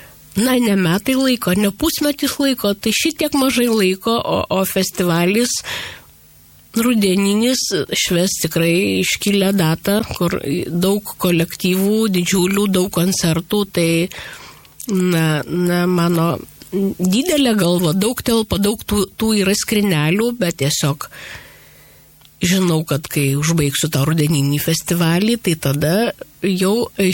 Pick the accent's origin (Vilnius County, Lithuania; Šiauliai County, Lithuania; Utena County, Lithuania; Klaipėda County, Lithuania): Utena County, Lithuania; Zarasai; 50% manęs yra Utenoj, 50 Zarasuose, nes tai yra mano tėviškė.